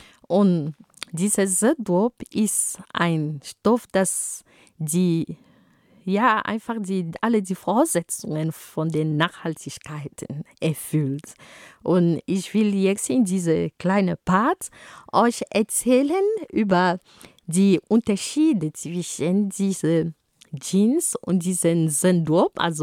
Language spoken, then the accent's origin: German; Cameroon; now in Germany; Und wo ich herkomme, in Kamerun, da haben wir eine besondere Art und Weise, uns anzuziehen. Und wir haben zum Beispiel die Wax-Kleidungen, also Kleidungen mit afrikanischen Muster.